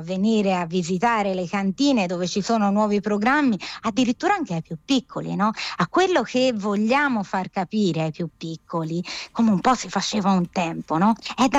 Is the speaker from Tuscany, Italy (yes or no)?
yes; Tuscany, Italy; accent: Tuscan; Che io sono toscana, lo sentite